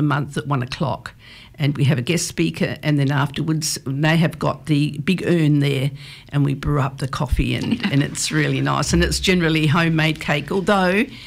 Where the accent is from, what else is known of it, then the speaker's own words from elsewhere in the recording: Australia; born there; first language English; I was four when I came out to Australia and I can still speak German fairly fluently. Yeah. And, of course, English, you know, is my first language nowadays.